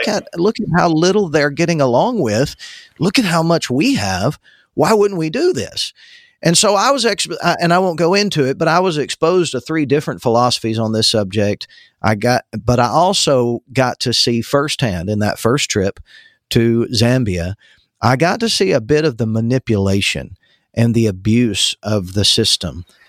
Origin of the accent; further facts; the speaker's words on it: United States; now in Alabama, United States; I went over as an American pastor